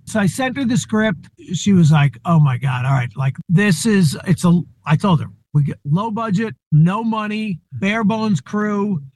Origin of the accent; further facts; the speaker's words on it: Long Island, New York, United States; where I grew up on Long Island